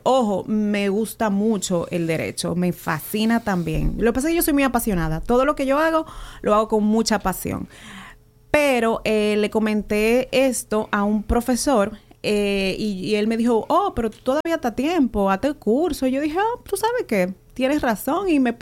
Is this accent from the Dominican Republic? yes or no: yes; Dominican Republic; moved away as an adult; Yo nací aquí, pero me crié toda mi vida en República Dominicana, donde estudié, me formé. Y hice vida adulta y pequeña. Vine en el 2019, más o menos mayo.